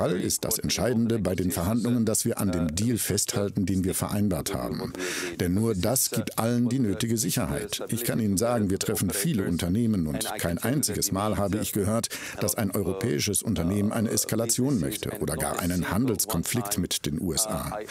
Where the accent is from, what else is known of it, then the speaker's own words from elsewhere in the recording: Slovakia; Und Sie verstehen, ich komme aus der Slowakei, ich weiß, wie wichtig die Automobilindustrie ist.